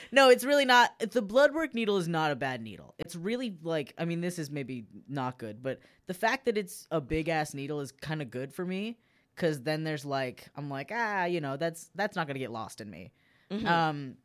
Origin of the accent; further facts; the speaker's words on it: Canada; Because what else are you doing? I'm Canadian.